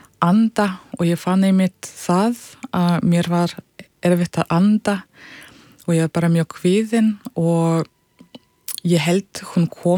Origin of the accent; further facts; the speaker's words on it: Russia; Icelandic is a second language; og lappa sama sömu götur sem ég lappaði þegar ég var lítil, að þetta var mjög gefandi líka að sjá heimalandið mitt upp á nýtt í öðru ljósi